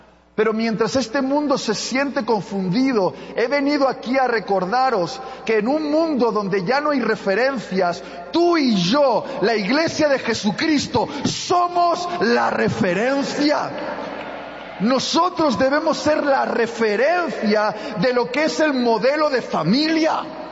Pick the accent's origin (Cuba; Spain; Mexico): Spain; Os lo pido como español